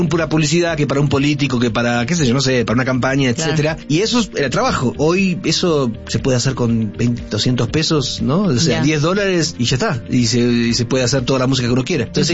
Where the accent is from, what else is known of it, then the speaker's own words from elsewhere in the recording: Argentina; moved away as an adult; como en Argentina muchos somos, como en mi caso, hijos o nietos de europeos, de italianos. Mi padre era italiano.